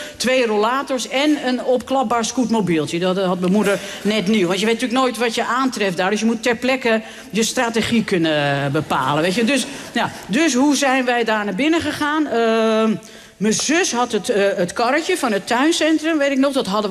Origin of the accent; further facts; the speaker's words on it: Haarlem, North Holland, Netherlands; want vroeger bij ons in Haarlem-Noord, serieus, dan kon je gewoon vanuit de achtertuin kon je op de weilanden met de koeien kijken.